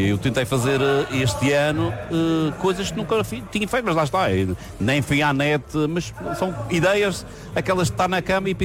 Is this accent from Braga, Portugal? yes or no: no; Funchal, Madeira, Portugal; now in Ponta do Pargo, Portugal; eu que sou do Funchal, estou aqui há 22 anos, mas sou do Funchal